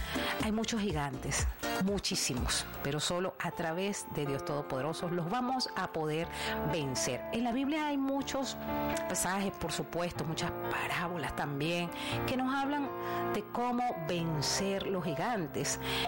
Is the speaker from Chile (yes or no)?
no; Lara, Venezuela; moved away; del estado Lara, mi tierra natal.